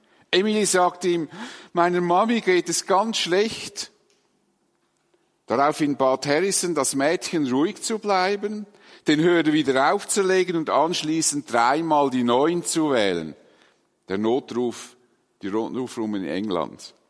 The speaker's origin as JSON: {"language": "German", "town": "Dietikon", "region": "Zurich", "country": "Switzerland", "tie": "born or raised there", "said": "auf die Felder, wo ich aufgewachsen bin, in Dietikon, nahe von hier, nicht wahr?"}